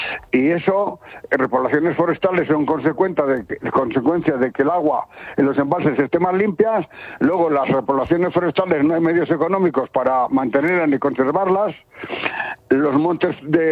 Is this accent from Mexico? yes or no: no; Tamajón, Castilla-La Mancha, Spain; y pues la gente de mi pueblo muy preocupada, ya poniéndose nerviosa, porque no pueden volver a... hay tres pedanías de Tamajón que están evacuadas